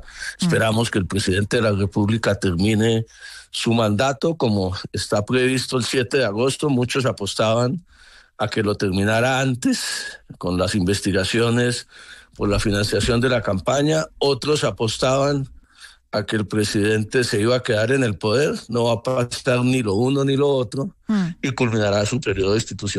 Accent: Colombia; como país, como colombianos

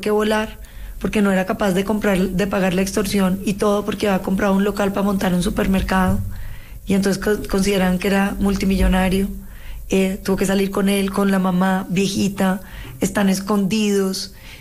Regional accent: Popayán, Cauca, Colombia; En Popayán, Darcy, yo crecí en Popayán, mis amigas son de Popayán, pasé mi adolescencia en Popayán.

